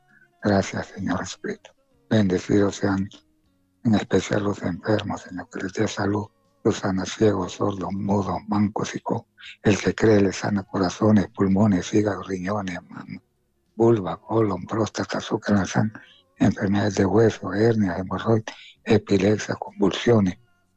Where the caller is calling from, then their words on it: Tegucigalpa, Francisco Morazán, Honduras; De Barrio La Cabaña, Tegucigalpa.